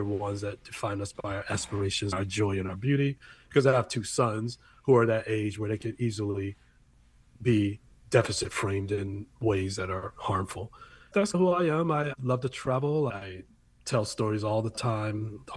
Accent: Columbus, Georgia, United States; born there; I'm a child of the military. My father was in the military. I was born down south in Columbus, Georgia, because he was stationed down there at the time.

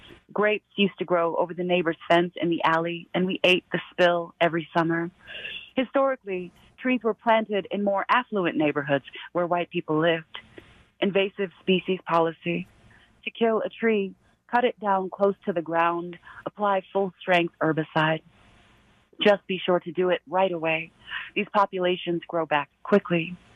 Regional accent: Denver, Colorado, United States; a couple of miles from where I grew up

